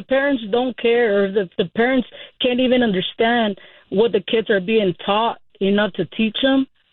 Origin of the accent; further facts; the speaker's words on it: Dallas, Texas, United States; born there; first language Spanish; English is a second language; I'm from here, but, you know, like, my first language is English. I mean, Spanish, sorry. Yeah, I was born in Dallas.